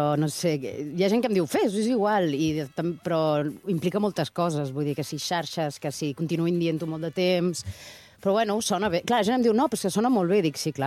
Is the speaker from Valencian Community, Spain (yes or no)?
no; Barcelona, Catalonia, Spain; also born or lived in Oviedo; arribar aquí a Barcelona, a Catalunya, quan tenia un any. Llavors, el d'Oviedo sempre és anecdòtic, però no sóc d'Oviedo, realment. Ho poso el DNI i prou.